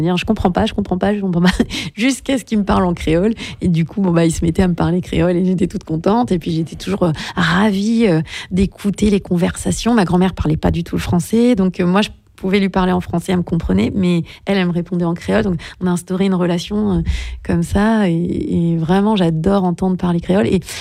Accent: Lisieux, Normandy, France; born there; Alors, moi je suis née à Lisieux, hein, c'est pas très oui. exotique, mais mon papa est de Guadeloupe.

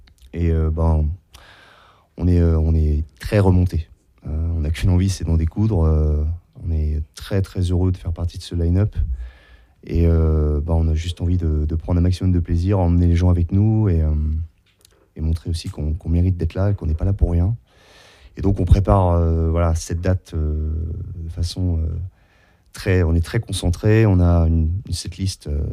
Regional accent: Saint-Lô, Normandy, France; À Saint-Lô, ouais, à Saint-Lô. Parce qu'on est bien de Saint-Lô. On est vraiment de Saint-Lô, j'insiste.

